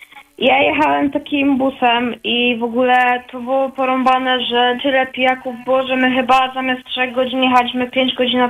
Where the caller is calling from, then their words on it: Bielsko-Biała, Silesian Voivodeship, Poland; Pozdrawiam was wszystkich z Bielska.